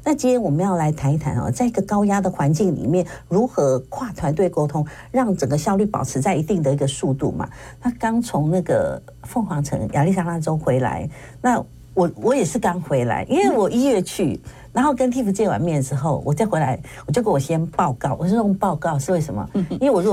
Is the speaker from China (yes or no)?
no; Taiwan; 我们在亚利桑那台湾人